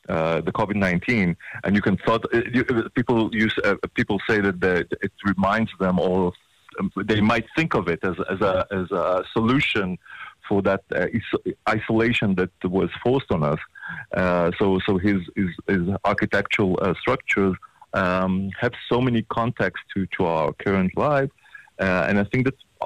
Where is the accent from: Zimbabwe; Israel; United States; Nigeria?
Israel; Ashdod, Southern District; English is a second language; I was born in Ashdod and lived in Ashdod